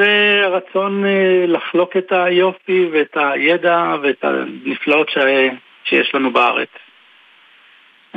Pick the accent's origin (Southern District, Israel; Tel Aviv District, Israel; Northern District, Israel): Northern District, Israel; Ne'ot Golan; אבל אני גדלתי פה, אז זה גם לא כזה פייר.